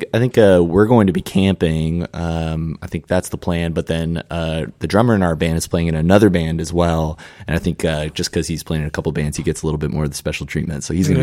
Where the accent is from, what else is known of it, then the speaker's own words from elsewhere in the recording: Seattle, Washington, United States; now in Port Townsend, United States; I was living in Seattle. I grew up in Seattle and had met these guys over just various musician friends and various experiences doing music. And then about 2.5 years ago, I moved to Port Townsend